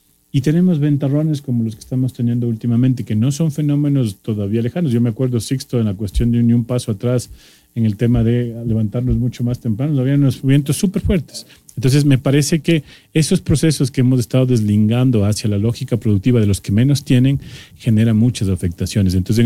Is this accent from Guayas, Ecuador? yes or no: no; Bolívar, Ecuador; yo vengo de la provincia de Bolívar, por ejemplo, yo quiero ir a la provincia de Bolívar